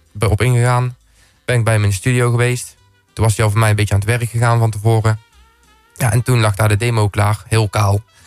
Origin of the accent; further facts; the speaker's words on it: Oss, North Brabant, Netherlands; Want ik kom uit Os.